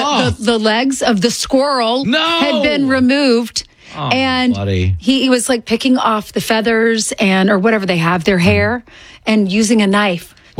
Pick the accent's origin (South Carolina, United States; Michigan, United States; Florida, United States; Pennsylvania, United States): South Carolina, United States; now in New York, United States; I grew up in South Carolina, wanted to be in New York so badly.